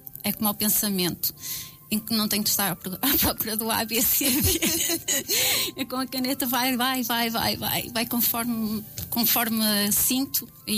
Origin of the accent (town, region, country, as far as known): Felgueiras, Norte, Portugal; born there; also born or lived in Lisbon